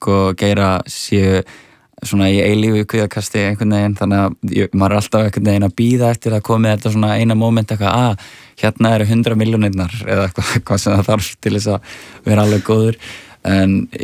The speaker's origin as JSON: {"language": "Icelandic", "town": "Reykjavík", "region": "Capital Region", "country": "Iceland", "tie": "born or raised there", "said": "svo er ég náttúrulega alveg upp í Árbæ þannig að … voru miklar hetjur og svona þetta íslenska rap svona í kringum hrunið."}